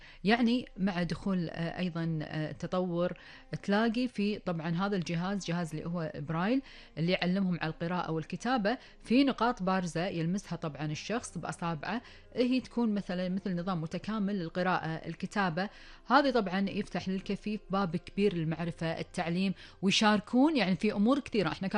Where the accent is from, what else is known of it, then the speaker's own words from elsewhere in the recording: Kuwait; ديرتنا الحبيبة الكويت